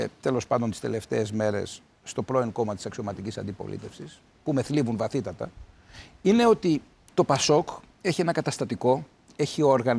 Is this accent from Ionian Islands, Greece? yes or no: yes; Kefalonia, Ionian Islands, Greece; στην ιδιαίτερη πατρίδα μου στην Κεφαλονιά